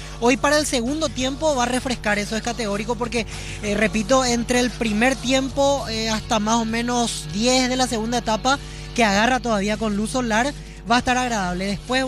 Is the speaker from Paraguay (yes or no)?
yes; Paraguay